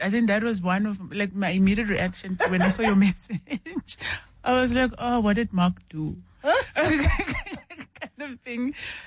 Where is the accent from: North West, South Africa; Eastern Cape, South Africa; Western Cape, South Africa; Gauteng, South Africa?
Eastern Cape, South Africa; East London; I grew up in the Eastern Cape, Emonti.